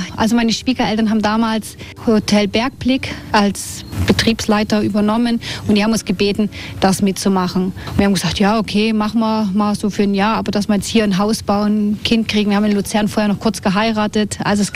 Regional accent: Leipzig, Saxony, Germany; moved away as an adult; also born or lived in Amrum / Sylt / Switzerland / Ireland; now in Tannheim, Austria; Ich bin in Leipzig geboren, habe meine Schule alles gemacht, habe dann meine Ausbildung auf Amrum gemacht, oben an der Nordsee, habe ein Jahr noch auf Sylt gearbeitet danach und danach halt in die Schweiz für ein Jahr, dann ein halbes Jahr Österreich

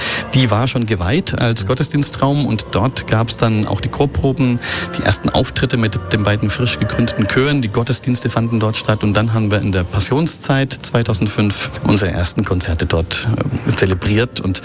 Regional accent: Neuendettelsau, Bavaria, Germany; moved away as an adult; also born or lived in Nuremberg / Bayreuth / Lübeck; now in Dresden, Germany; ich bin in Nürnberg geboren am 2. Dezember. Ich bin also ein Nürnberger Christkind, wenn man so sagen möchte und bin dann im Umland aufgewachsen in Neuendettelsau

